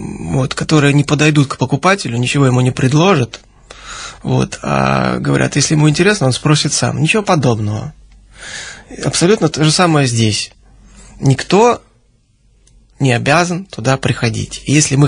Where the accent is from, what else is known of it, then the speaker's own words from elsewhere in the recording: Saint Petersburg, Russia; я сам петербуржец